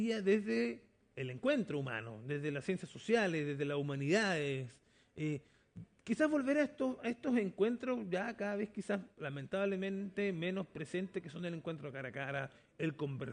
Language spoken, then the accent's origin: Spanish; Chile; hay un sentimiento de pertenencia, igual fuerza, somos chilenos, sí, y también en el momento aflora con mayor fuerza.